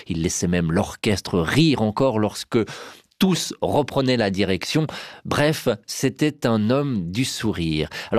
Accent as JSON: {"language": "French", "country": "Switzerland", "said": "chez nous en Suisse"}